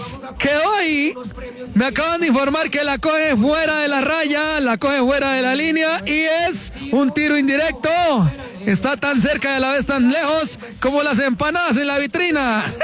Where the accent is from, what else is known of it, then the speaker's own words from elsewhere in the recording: Boyacá, Colombia; Boyaquito sigo siendo, boyaco de Boyacá, boyaco de mis paisanos, cuna de la libertad. Boyaquito ese soy yo, boyacense somos todos